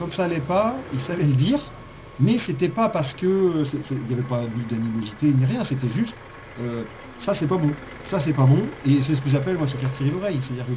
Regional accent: Barcelonnette, Provence-Alpes-Côte d'Azur, France; je viens de Barcelonnette et j'aimerais apprendre à faire des moulins comme vous.

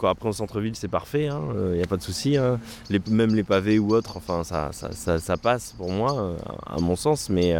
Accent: Clermont-Ferrand, Auvergne-Rhône-Alpes, France; moi je suis originaire de Clermont-Ferrand.

